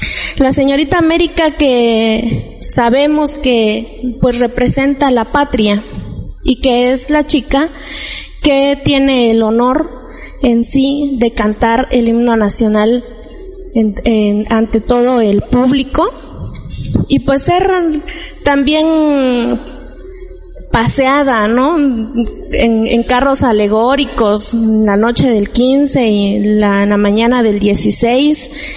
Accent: Santa Cruz Jocotlán, Mexico; para nosotros como mexicanos es de gran trascendencia y de relevancia el festejar y el dar honor a nuestros héroes que nos dieron patria y libertad. Y bueno, en nuestro pueblo Santa Cruz Jocotlán, pues como el resto de todo el país

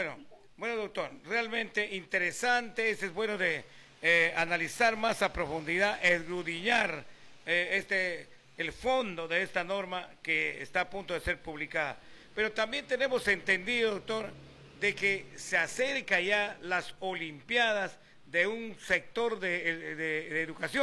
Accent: Peru

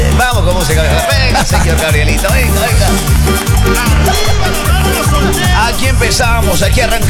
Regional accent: Ecuador; como buen ecuatoriano mañana no trabajamos.

